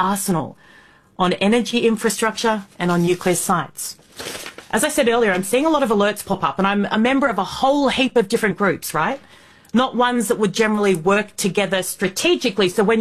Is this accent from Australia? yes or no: yes; Australia; Yes, I'm an Aussie. I need you at the top of your game, or my country's screwed.